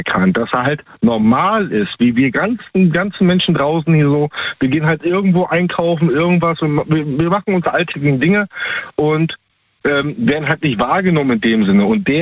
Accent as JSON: {"language": "German", "region": "Baltic Sea coast", "country": "Germany"}